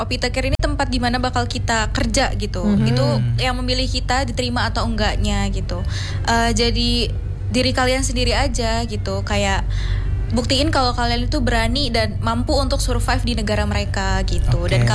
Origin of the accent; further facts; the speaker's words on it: Vietnam; Indonesian is a second language; Kalau aku, karena aku dari Vietnam gitu, orang-orang Vietnam ini beneran sangat humble sama foreigner.